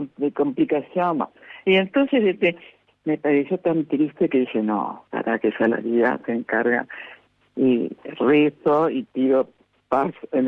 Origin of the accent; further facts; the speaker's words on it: Junín, Buenos Aires Province, Argentina; also born or lived in Mercedes; En la provincia de Buenos Aires, en Mercedes, Buenos Aires. Pero eso fue un accidente, digamos, de parto. Pero siempre me crié, digamos, en la zona de Junín.